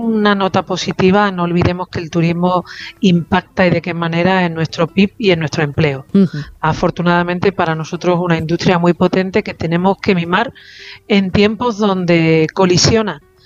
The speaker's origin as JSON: {"language": "Spanish", "region": "Andalusia", "country": "Spain", "accent": "Andalusian", "said": "hay en Europa están en España y sobre todo en mi tierra, en Andalucía. Tú verás que siempre pongo el acento andaluz."}